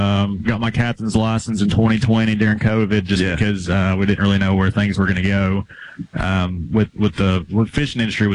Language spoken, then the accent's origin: English; Big Stone Gap, Virginia, United States; also born or lived in Norton; Yeah, so I was born in Virginia, southwestern Virginia, a place called Big Stone Gap. I was born in Norton, Virginia, but lived in Big Stone Gap in Appalachia. Whole family was in the coal industry